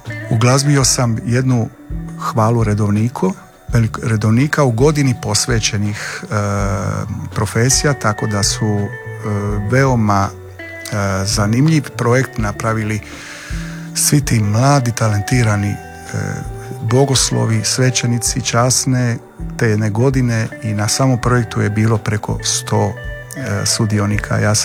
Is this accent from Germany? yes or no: no; Zagreb, City of Zagreb, Croatia; Pa, ja sam Zagrepčanin, mislim, moramo biti iskreni, ja govorim o svom podrijetlu, ali ja sam 86. u Zagrebu.